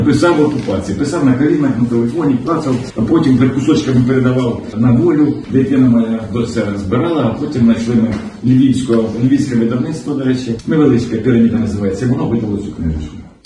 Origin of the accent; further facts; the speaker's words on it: Kherson Oblast, Ukraine; було 55 років, я офіцер запасу. Я просто не міг сидіти вдома, я сам з Херсонщини